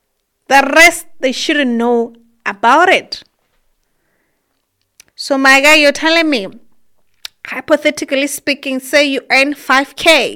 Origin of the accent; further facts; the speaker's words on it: Lesotho; moved away; the fact that I come from Leribe